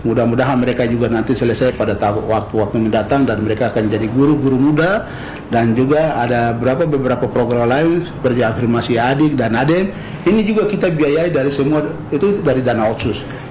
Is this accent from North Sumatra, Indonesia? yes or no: no; Boven Digoel, South Papua, Indonesia; Ini satu kebanggaan besar bagi kami, khusus untuk kami orang Bovendigul.